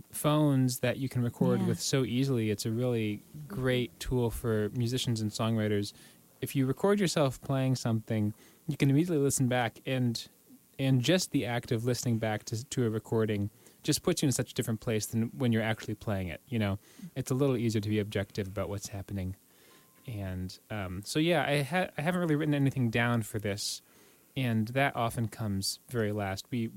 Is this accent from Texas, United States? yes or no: no; Indiana, United States; The words are by a poet from Indiana, actually, from my home state, James Whitcomb Riley.